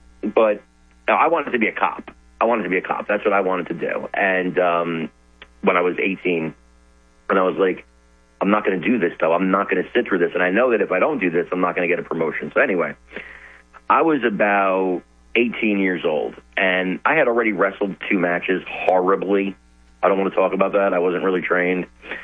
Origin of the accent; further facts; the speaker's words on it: Newark, New Jersey, United States; I'm from Newark, New Jersey, bro. Okay? It's one of the toughest cities in the world. That's where I was born and raised.